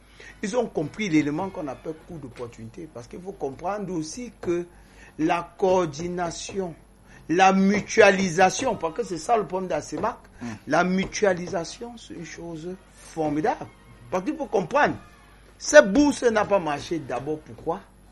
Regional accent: Cameroon; chez nous au Cameroun

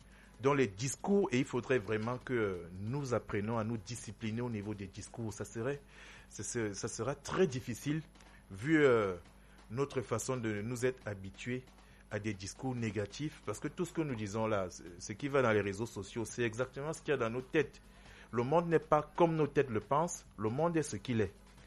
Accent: Cameroon; mais en tant que Camerounais quand même, la première des choses serait de vanter le drapeau de son pays

